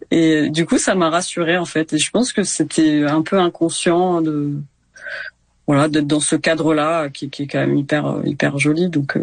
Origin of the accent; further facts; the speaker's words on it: Ramatuelle, Provence-Alpes-Côte d'Azur, France; j'ai un lien assez fort avec Ramatuelle, donc là où j'ai grandi, parce